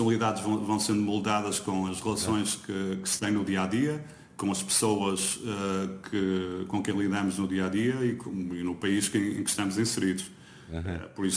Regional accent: Norte, Portugal; moved away as an adult; a minha família toda está em Portugal, eu sou do norte de Portugal, portanto, eu aliás tenho, o meu pai é de Caldas de Vizela, a minha mãe é de Póvoa de Varzim, são duas terras ali no Minho

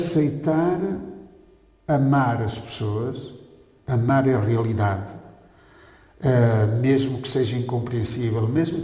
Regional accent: Lamego, Norte, Portugal; moved away as an adult; eu sou da Diocese de Lamego, a Diocese de Lamego tem 2.500 quilómetros quadrados

